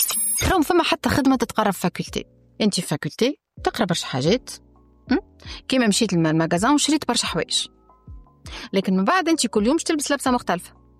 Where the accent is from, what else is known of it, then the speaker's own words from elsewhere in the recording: Tunisia; أنا تونسية